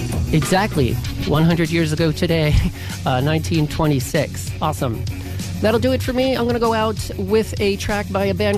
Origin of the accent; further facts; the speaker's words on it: Princeton, New Jersey, United States; I am from Princeton, New Jersey.